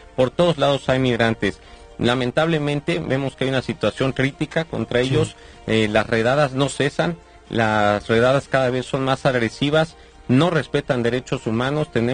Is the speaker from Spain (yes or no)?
no; Puebla, Mexico; Los mexicanos y poblanos somos buenos para trabajar.